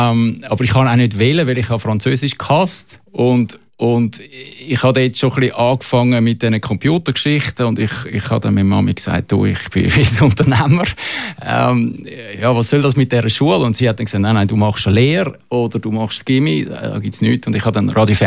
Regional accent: Magden, Aargau, Switzerland; Ich komme eigentlich aus Magde im Aargau.

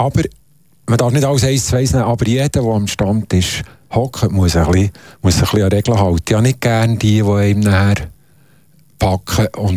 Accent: Langenthal, Bern, Switzerland; Ja, es ist schon ein bisschen etwas anderes. Für uns jungen Langenthaler war Olten die S

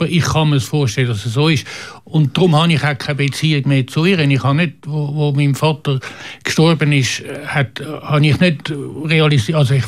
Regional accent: Küsnacht, Zurich, Switzerland; Also wir sind in Küsnacht aufgewachsen, in Küsnacht Goldbach, ja. Bürgerliche Familie.

